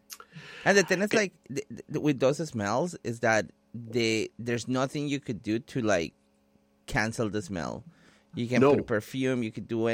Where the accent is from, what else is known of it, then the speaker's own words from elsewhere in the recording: Colombia; now in London, Canada; so I'm not originally from here. People know that I'm from Colombia.